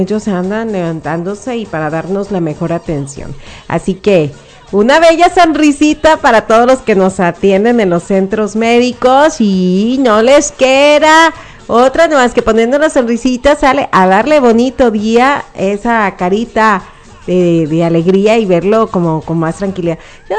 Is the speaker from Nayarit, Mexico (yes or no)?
yes; Nayarit, Mexico; soy mexicana. Aunque me vean ahí que a veces con mis rasgos europeos. No es cierto, nada que ver, 100% Cora, aquí estoy de corazón, Nayarita.